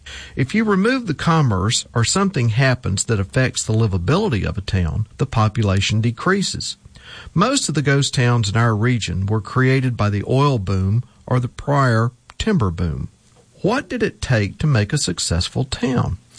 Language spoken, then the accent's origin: English; Farmerville, Louisiana, United States; Between my hometown of Farmerville and the neighboring village of Marion in Union Parish lie 16 miles of Louisiana Highway 33